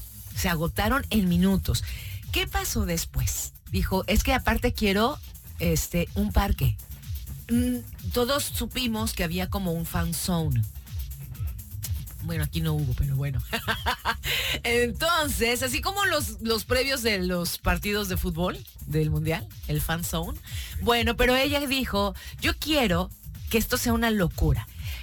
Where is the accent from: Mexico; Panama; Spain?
Mexico; todo el año soy mexicana